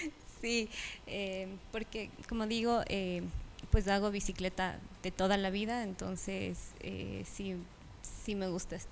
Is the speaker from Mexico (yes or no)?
no; Carchi, Ecuador; now in Pichincha, Ecuador; soy del Carchi, entonces obviamente toda la vida he montado en bicicleta. Vivo aquí ya casi 20 años, creo.